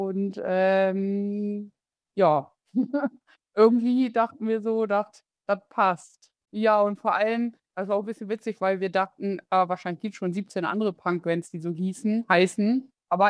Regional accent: Bremen, Germany; Ja, also ich bin aufgewachsen in Bremen-Nord. Ich weiß gar nicht, ob du dich in Bremen so ein bisschen auskennst.

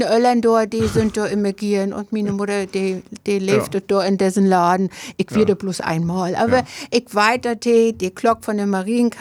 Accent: Mecklenburg-Vorpommern, Germany; Denn die füllte Rippenbraten als Mecklenburger mit Backplumpen.

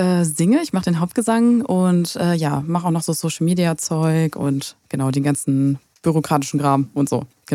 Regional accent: Goldberg, Mecklenburg-Vorpommern, Germany; Wir sind aus Goldberg, genau, das haben wir gar nicht erwähnt. Ja, da bei Güstrow.

